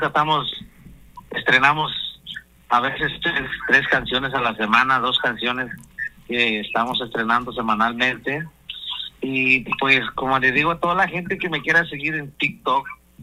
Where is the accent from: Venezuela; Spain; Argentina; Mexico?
Mexico; San Antonio Xiltepec; born there; realmente yo no nací en Acatlán, yo nací en un pueblito por allá a las orillas.